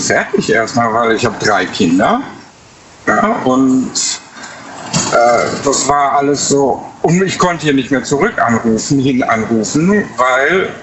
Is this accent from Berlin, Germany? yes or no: no; Recklinghausen, North Rhine-Westphalia, Germany; ich komme aus Nordrhein-Westfalen.